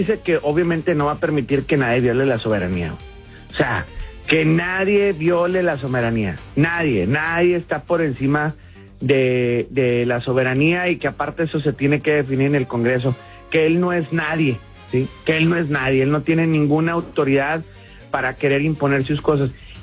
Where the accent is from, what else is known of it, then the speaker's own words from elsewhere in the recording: Mexico; Yo sigo siendo mexicano